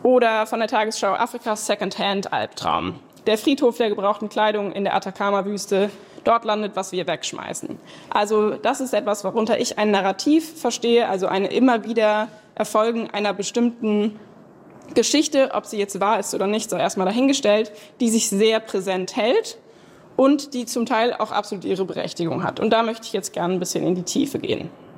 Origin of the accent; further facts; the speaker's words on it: Germany; Ich war natürlich trotzdem als Deutsche und als Europäerin vor Ort